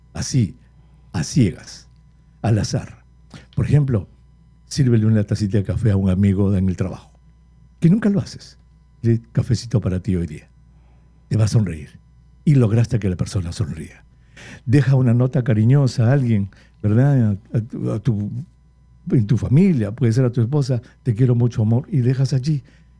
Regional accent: Recuay, Ancash, Peru; moved away; Ahora que estuve en Perú hace poco, me fui a Recuay, a mi pueblo.

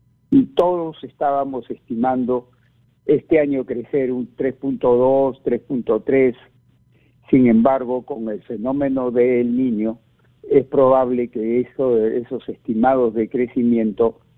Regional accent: Peru; ya somos los peruanos

